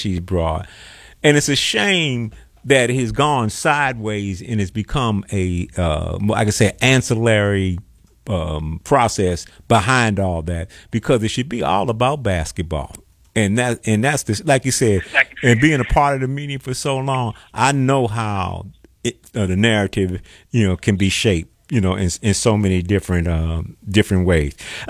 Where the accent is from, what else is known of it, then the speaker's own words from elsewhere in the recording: East Coast, United States; now in Chicago, United States; I mean, I'm from the East Coast. If you had told me I'd be in Chicago 40, almost 45 years plus.